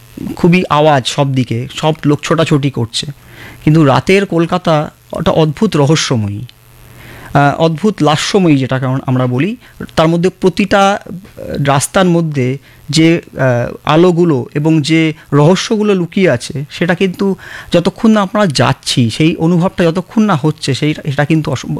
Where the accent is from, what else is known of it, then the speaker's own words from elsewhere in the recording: Kolkata, West Bengal, India; সবাই কিন্তু কলকাতায় আমরা ছোটোবেলা থেকেই আছি, আমাদের স্কুল কলেজ সব চাকরিস্থল সবই এই শহরে